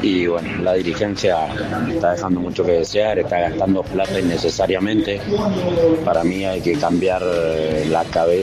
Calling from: Mendoza, Argentina; de Mendoza

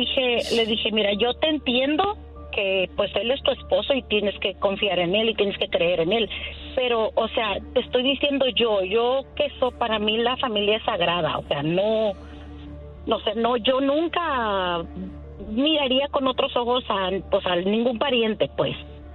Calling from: Oklahoma, United States; Desde Oklahoma

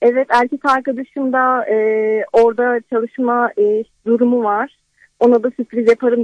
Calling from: Ankara, Turkey; Ankara'dan arıyorum.

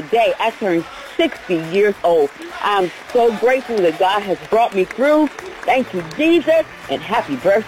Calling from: Bowie, Maryland, United States; I am calling from Bowie, Maryland.

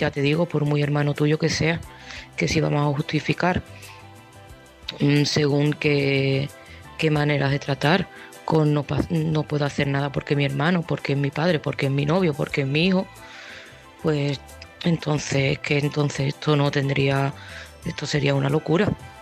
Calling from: Seville, Andalusia, Spain; de Sevilla

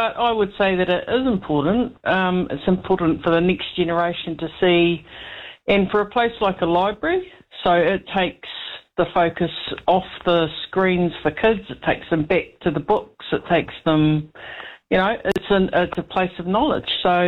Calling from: West Coast, New Zealand; I'm ringing from the West Coast, South Island.

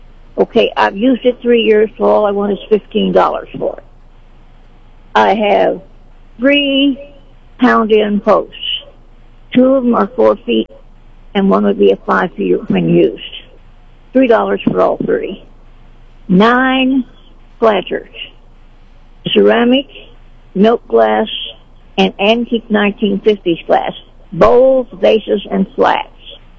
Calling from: Sedalia, Missouri, United States; I'm from Sedalia

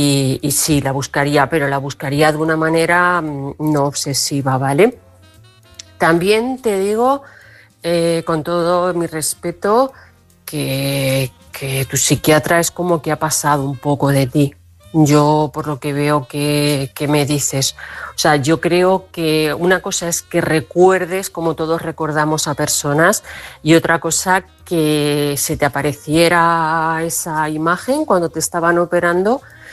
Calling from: Toledo, Castilla-La Mancha, Spain; Álvaro, buenas noches. … de Toledo.

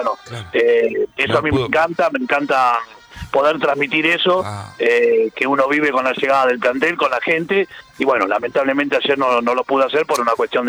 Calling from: Villa Carlos Paz, Córdoba, Argentina; acá en la tranquilidad de Villa Carlos Paz

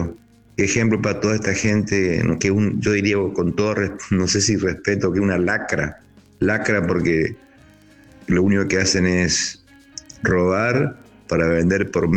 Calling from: Sáenz Peña, Chaco, Argentina; yo te hablo de … de Saspeña, Chaco.

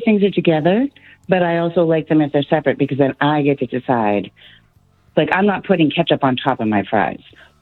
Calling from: Haverhill, Massachusetts, United States; I'm from Haverhill.

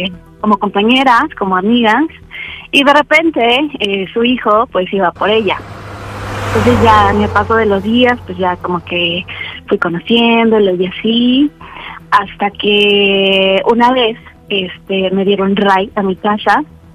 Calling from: Mexico City, Mexico; Tengo 27 años, de la Ciudad de México.

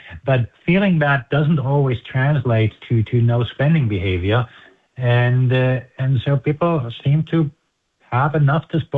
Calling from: California, United States; I'm talking here from Silicon Valley. I live in a bubble

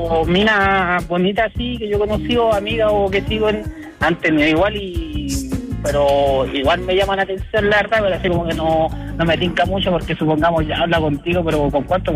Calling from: Santiago, Santiago Metropolitan Region, Chile; Yo soy de Santiago.

